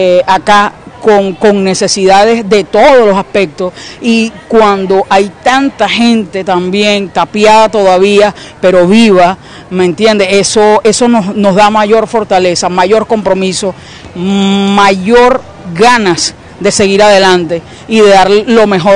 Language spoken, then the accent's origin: Spanish; La Guaira, Venezuela; Yo soy guaireña y tengo apenas 3-4 meses que comencé a trabajar aquí en La Guaira, porque yo estaba en La Guaira, estaba en Barlovento, en Caracas